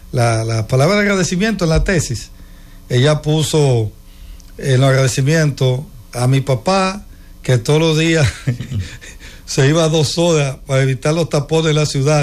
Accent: Dominican Republic

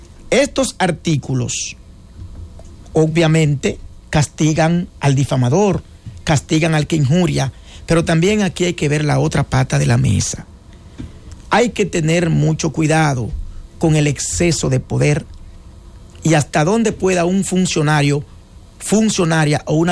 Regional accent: Dominican Republic; lo que uno espera como dominicano

